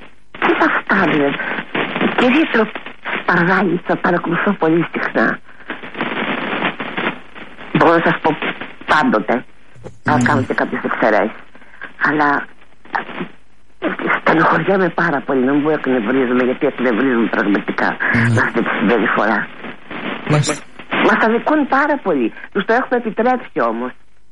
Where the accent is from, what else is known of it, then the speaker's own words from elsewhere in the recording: Gargalianoi, Peloponnese, Greece; Δηλαδή στην πατρίδα μου στου Γαργαλιάδου λένε οι προηγούμενοι από μένα που μου τα μετέφεραν οι γιαγιάδες και οι παππούδες.